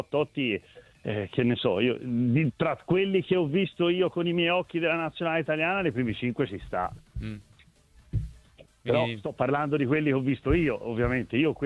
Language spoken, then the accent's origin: Italian; Florence, Tuscany, Italy; io ti faccio lo slamento da Fiorentino.